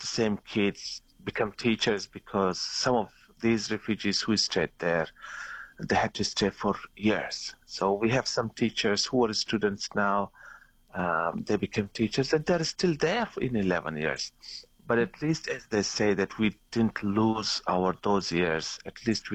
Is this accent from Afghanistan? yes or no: yes; Afghanistan; moved away as an adult; also born or lived in Indonesia; I'm from Afghanistan, from Hazara minority ethnic group.